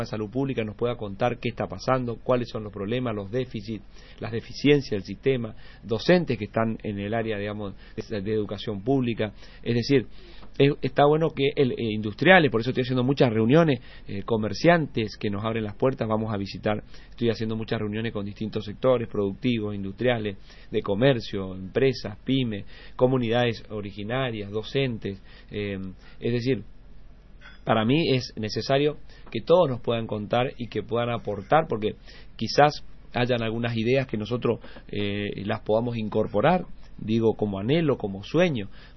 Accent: Margarita Belén, Chaco, Argentina; Cumplir sueños, ya no de mi pueblo, de mis vecinos de Margarita Belén, sino de todos los chaqueños.

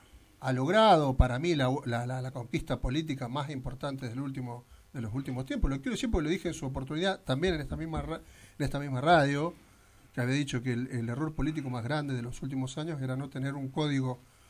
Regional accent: Ramallo, Buenos Aires Province, Argentina; Yo soy de Ramallo, nacido y criado en el partido Ramallo, en el barrio La Isoca.

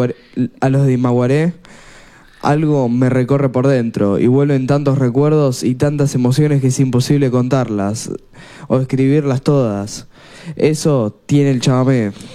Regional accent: Uruguay; Soy de Uruguay, me encanta el chamamé, un abrazo, hermanos argentinos.

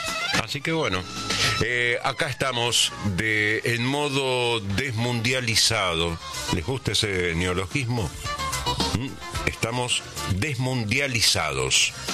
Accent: Argentina; yo no recuerdo que acá en mi país, en la República Argentina, la gente de color negro tuvieran que ir a mear a baños exclusivos para negros

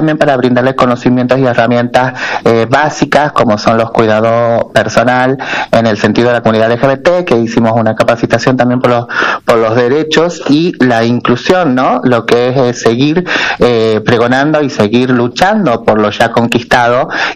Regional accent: Las Talitas, Tucumán, Argentina; como ciudadanos argentinos, como ciudadanos tucumanos y ciudadanos talitenses, que hemos recibido golpes de mil maneras, una comunidad totalmente invisibilizada por muchos años.

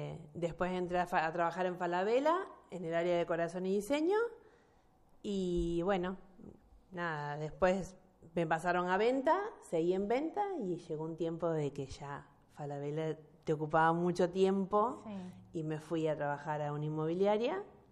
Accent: Laborde, Córdoba, Argentina; moved away as an adult; also born or lived in Las Varillas, Córdoba; now in Pehuajó, Argentina; Bueno, soy labordense, nacida en Las Varillas, ciudad de Córdoba. Vivía en Laborde, capital nacional del malambo.

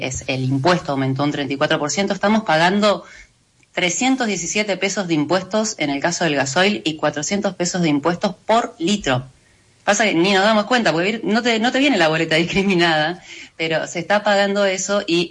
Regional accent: Argentina

